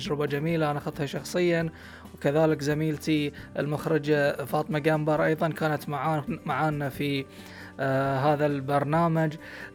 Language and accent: Arabic; Bahrain; سمة متأصلة في مجتمعنا البحريني